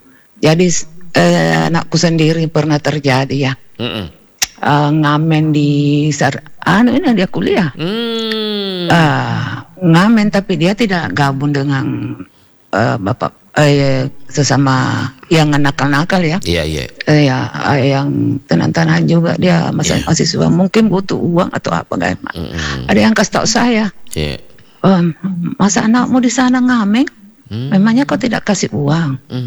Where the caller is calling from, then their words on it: Makassar, South Sulawesi, Indonesia; Kita juga sebagai orang Makassar, Bugis Makassar